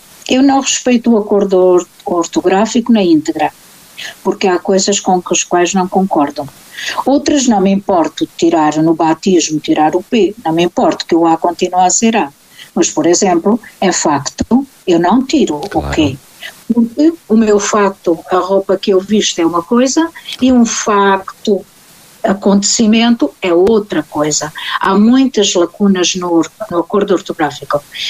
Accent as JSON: {"language": "Portuguese", "town": "Santa Eulália", "country": "Portugal", "tie": "born or raised there", "said": "eu era criança e na minha aldeia, em Santa Eulália"}